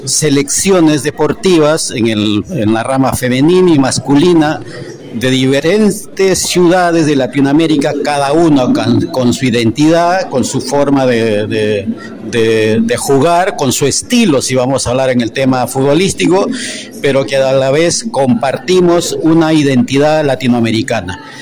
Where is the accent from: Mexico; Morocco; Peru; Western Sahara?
Peru; Lima; Quiero decir, en el caso específico de Perú, por ejemplo, yo soy de Lima